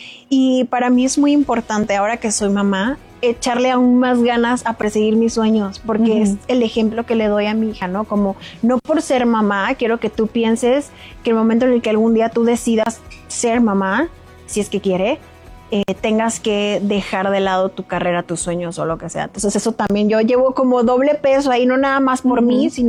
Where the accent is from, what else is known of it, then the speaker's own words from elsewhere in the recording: Culiacán, Sinaloa, Mexico; Yo soy de Culiacán.